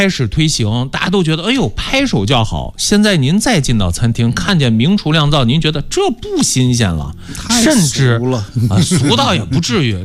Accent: northern China, China; 作为北方人我接受不了

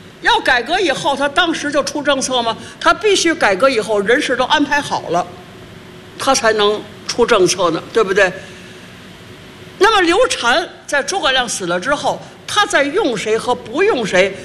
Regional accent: Beijing, China; 其实我不是为北京人说话，北京人确实特别好啊。咱们不说北京了，反正我是北京人，我跨北京人

